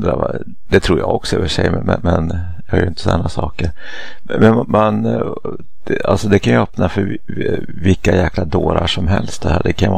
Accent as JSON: {"language": "Swedish", "town": "Eskilstuna", "region": "Södermanland", "country": "Sweden", "tie": "born or raised there", "said": "Jag kan bara ta min hemstad, gamla hemstad Eskilstuna."}